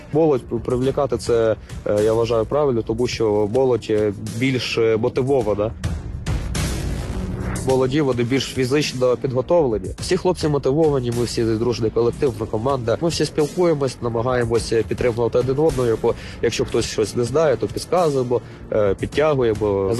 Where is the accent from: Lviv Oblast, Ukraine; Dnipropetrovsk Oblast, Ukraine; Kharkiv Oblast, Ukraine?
Dnipropetrovsk Oblast, Ukraine; Dnipro; бо він вже підходить до Дніпропетровської області, а я з Дніпра сам.